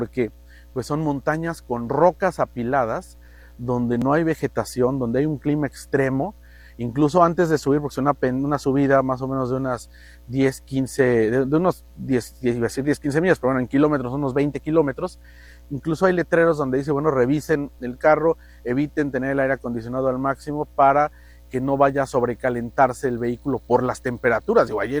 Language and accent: Spanish; Mexico; yo como mexicano no puedo conducir un automóvil estadounidense en México